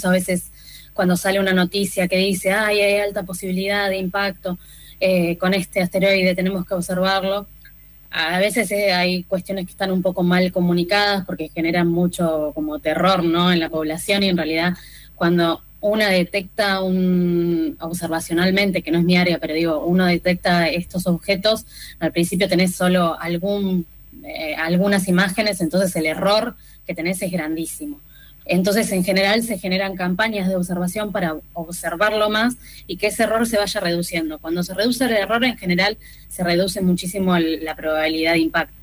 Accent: Bahía Blanca, Buenos Aires Province, Argentina; Yo soy de Bahía Blanca

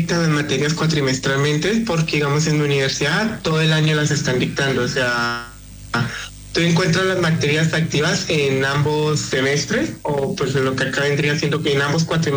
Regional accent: Sogamoso, Boyacá, Colombia; now in Concordia, Argentina; Yo vengo de, como su madre ya lo mencionó, del país de Colombia, más específicamente del departamento de Boyacá, de la ciudad de Sogamoso.

